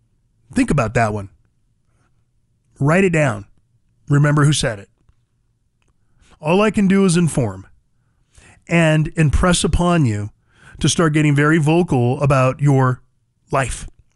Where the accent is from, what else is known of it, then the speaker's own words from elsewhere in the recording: United States; I'm an American first.